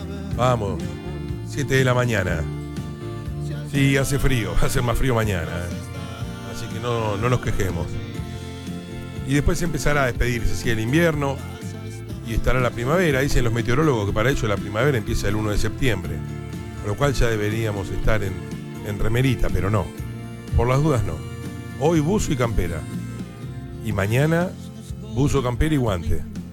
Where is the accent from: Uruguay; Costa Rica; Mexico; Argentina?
Argentina